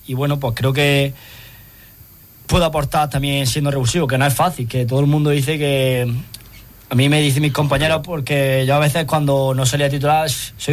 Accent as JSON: {"language": "Spanish", "town": "Jaén", "region": "Andalusia", "country": "Spain", "said": "yo soy un jugador de la ciudad, soy del Real Jaén, aficionado del Real Jaén desde chico"}